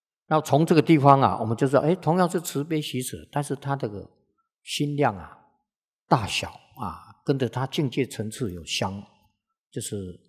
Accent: China; 那我到日本去啊，我们中国人啊，不好的自己留起来用，好的外销卖出去。

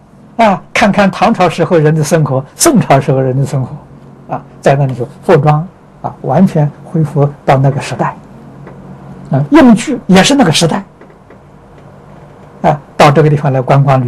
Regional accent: China

